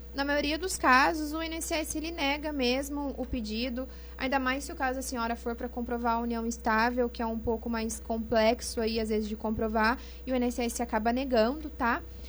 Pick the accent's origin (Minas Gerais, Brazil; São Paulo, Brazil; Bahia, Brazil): São Paulo, Brazil; Pindamonhangaba; eu sou de Moreira também.